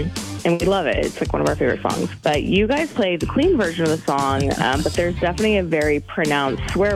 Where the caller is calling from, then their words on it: Madison, Wisconsin, United States; I'm from Madison